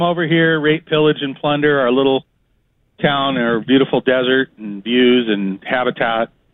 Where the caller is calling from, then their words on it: Topock, Arizona, United States; from Topak.